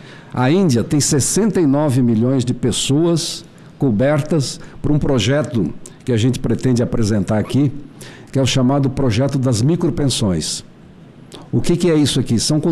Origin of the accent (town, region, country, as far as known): Brazil